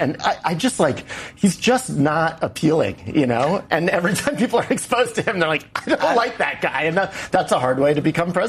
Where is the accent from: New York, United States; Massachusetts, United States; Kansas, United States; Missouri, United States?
Massachusetts, United States; we're both from Massachusetts